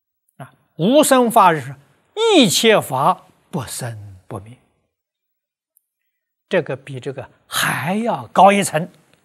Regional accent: China; 我们中国人

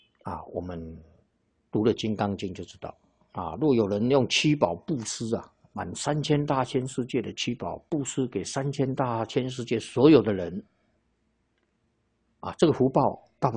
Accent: China; 那我们中国人呢、啊，昼夜分为12个时辰。

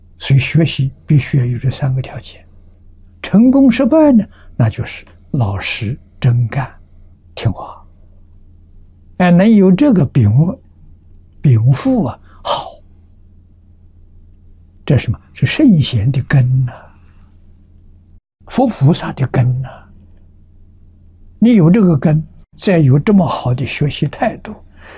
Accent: China; 我们中国人

